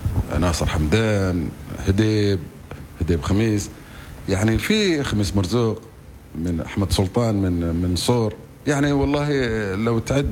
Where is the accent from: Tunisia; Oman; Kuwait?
Oman; also born or lived in Salalah; عندنا في عمان